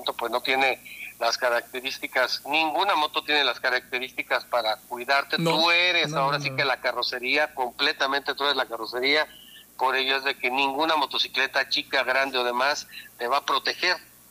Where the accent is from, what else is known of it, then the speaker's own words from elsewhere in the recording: Morelia, Michoacán, Mexico; todos los que somos de Morelia la conocemos